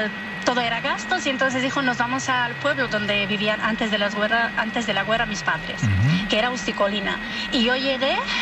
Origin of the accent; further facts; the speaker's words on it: La Borbolla, Asturias, Spain; born there; Y, claro, y las fiestas de la Borbolla, pues es algo que hasta hoy son las fiestas de mi pueblo.